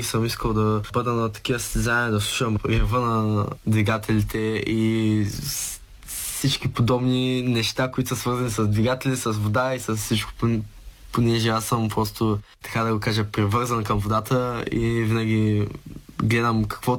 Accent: Ruse, Ruse Province, Bulgaria; понеже съм родом от Руси, народното място в Ряхово.

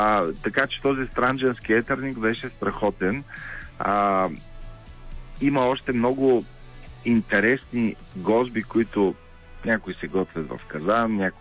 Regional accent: Burgas, Burgas Province, Bulgaria; now in Sofia, Bulgaria; Аз съм родом от Бургас, въпреки че вече повече от 30 години живея в София.

